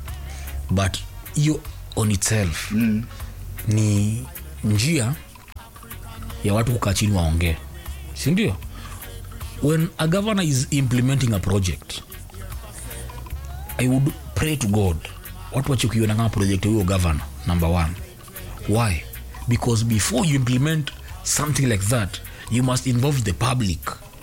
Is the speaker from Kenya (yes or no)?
yes; Makueni County, Kenya; Kwetu ni Makueni county, yeah?